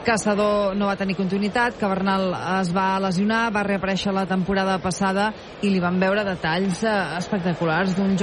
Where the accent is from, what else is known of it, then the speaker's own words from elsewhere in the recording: Figueres, Catalonia, Spain; De Figueres. Aquí, ho volem sempre que podem.